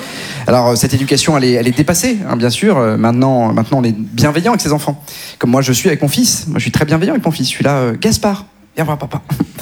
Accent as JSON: {"language": "French", "town": "Neuilly-sur-Seine", "region": "Île-de-France", "country": "France", "tie": "born or raised there", "said": "Alors moi, je suis une caricature parce que non seulement j'ai grandi à Neuilly, mais en plus dans une famille nombreuse."}